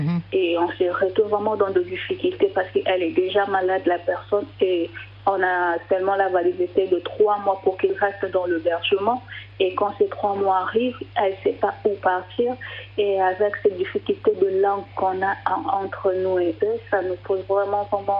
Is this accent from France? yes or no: no; DR Congo; Je dis non, je ne suis pas sénégalaise, je suis congolaise.